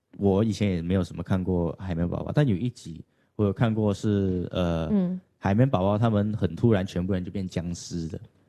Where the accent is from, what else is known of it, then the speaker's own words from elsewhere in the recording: Malaysia; now in Taiwan; 现在有我是马来西亚的